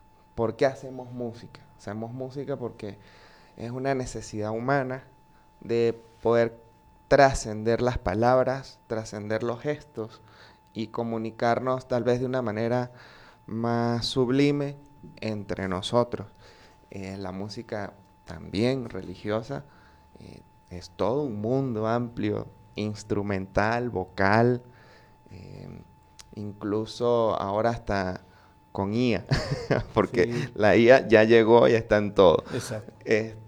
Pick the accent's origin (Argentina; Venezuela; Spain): Venezuela; Mérida; Somos una ciudad muy cultural, y yo creo que esto en gran parte al gran nivel académico que tenemos aquí en nuestra región, y también en esa necesidad que hemos tenido, que siempre como andinos, de llevar la punta de la lanza en cuanto a cultura.